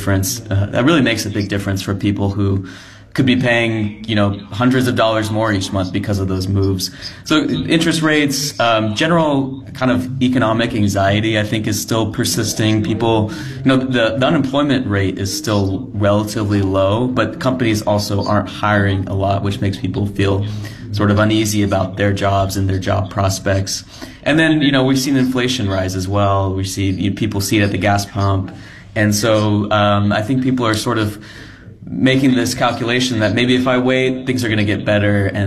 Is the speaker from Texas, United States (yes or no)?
yes; Austin, Texas, United States; I'm from Austin.